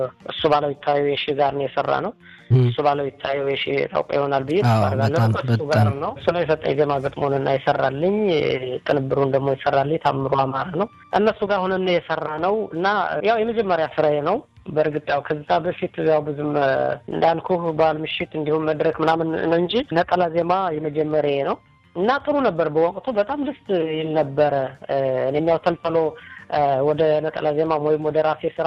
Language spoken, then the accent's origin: Amharic; Amhara, Ethiopia; born there; now in Gondar, Ethiopia; በእርግጥ የተወለድኩት ወደ ጎጃም አካባቢ ነው